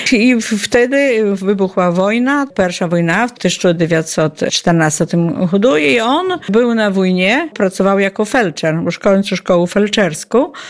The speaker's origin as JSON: {"language": "Polish", "town": "Szerszenie", "region": "Podlaskie Voivodeship", "country": "Poland", "tie": "born or raised there", "lives_now": "Siemiatycze, Poland", "said": "Ja się urodziłam w Szerszeniach. To jest 7 kilometrów od Siemiatycz. Mieszkam teraz w Siemiatyczach"}